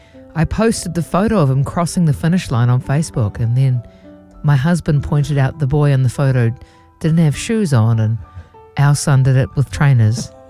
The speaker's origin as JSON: {"language": "English", "town": "Coolangatta", "region": "Queensland", "country": "Australia", "said": "I'm actually … from Coolangatta."}